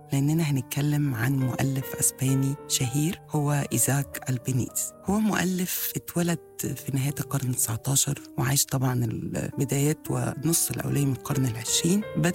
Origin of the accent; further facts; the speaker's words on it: Egypt; قريبة لذوقنا كمصريين